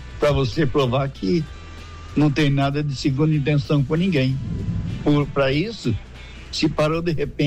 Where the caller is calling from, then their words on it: São Paulo, Brazil; Eu sou aqui de Americanópolis